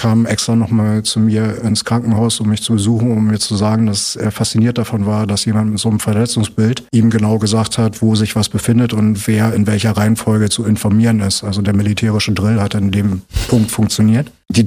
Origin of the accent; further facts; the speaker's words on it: Fehrbellin, Brandenburg, Germany; also born or lived in Neuruppin / Kleinmachnow; ich bin in Neuruppin geboren und habe meine ganze Kindheit aber in Fehrbellin verbracht bis zur weiterführenden Schule. Ich bin nach der 8. Klasse nach Kleinmachnow gegangen